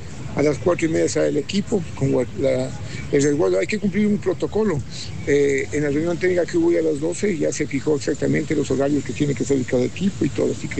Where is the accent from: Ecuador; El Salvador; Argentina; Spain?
Ecuador